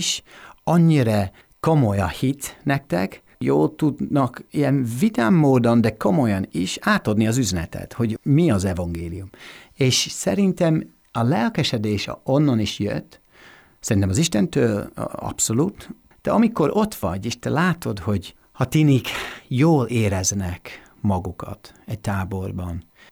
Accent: Warrington, North West England, United Kingdom; Warringtonban születtem, és Warrington az Liverpool és Manchester között, északi Angliában, és ott jártunk a gyülekezetünkbe

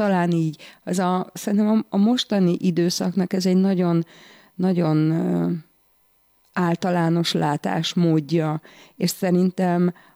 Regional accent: Kondoros, Békés, Hungary; ott, ahol én fölnőttem, Kondorosan abban az utcában már, vagy abból az utcából, az utca végéről már látszik a határ.

